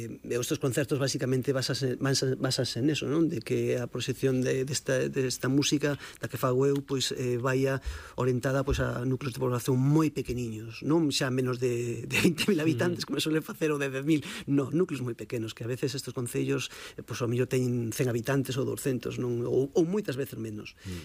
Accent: Galicia, Spain; é o que nos fai a como galegos enriquecernos tal cual somos, a nosa cultura, non?

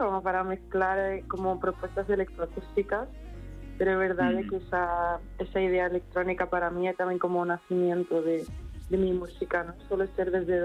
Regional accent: Galicia, Spain; Galician is a second language; also born or lived in London; now in Madrid, Spain; anda que eu son galega, pero hace muchísimos años que vivo en Madrid y he vivido en Londres, entonces o meu galego como que non é a miña primeira lingua para nada.

